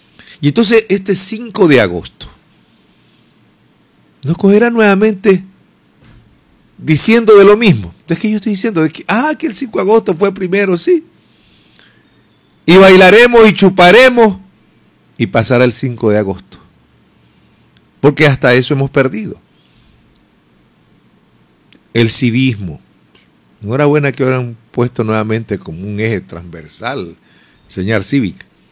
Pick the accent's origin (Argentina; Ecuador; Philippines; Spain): Ecuador; Somos ecuatorianos